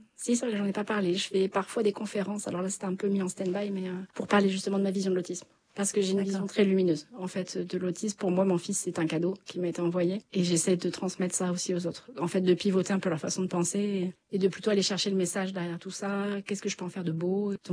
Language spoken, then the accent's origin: French; Chambord, Centre-Val de Loire, France; Et moi, je suis originaire de Chambord à la base.